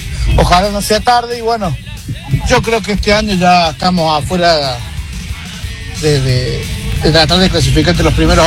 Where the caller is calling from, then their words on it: Argentina; Te hablo de Jorge Newbery.